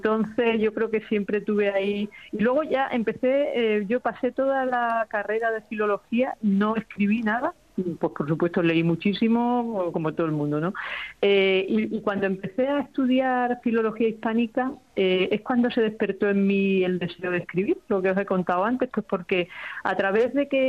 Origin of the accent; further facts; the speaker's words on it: Navaconcejo, Extremadura, Spain; moved away; nunca he perdido yo el contacto con Navaconcejo, que es mi pueblo, ni con el Valle del Jerte. De hecho, he estado allí este verano, yo sigo teniendo el huerto que heredé de mis padres, que tengo cerezos y castaños, y lo sigo yo cuidando